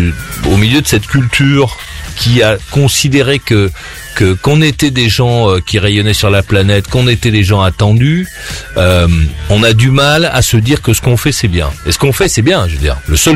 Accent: France

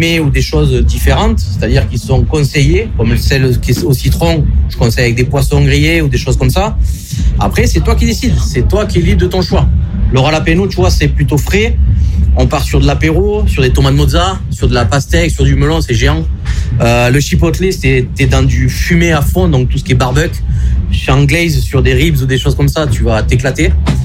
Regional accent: Mudaison, Occitanie, France; Moi je suis à côté, je suis de Mudaison

